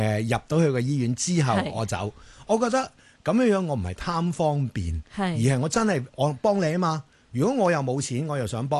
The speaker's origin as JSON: {"language": "Cantonese", "country": "China", "said": "我们中国人觉得没有饭吃是很惨。"}